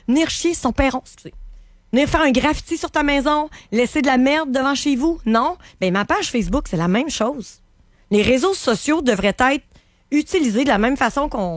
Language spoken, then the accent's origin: French; Quebec City, Quebec, Canada; Ben moi, j'ai été élevée dans les Saules puis Saint-Roch.